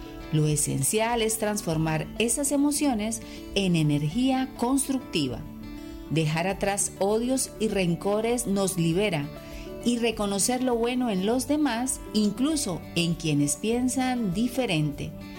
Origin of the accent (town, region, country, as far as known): Colombia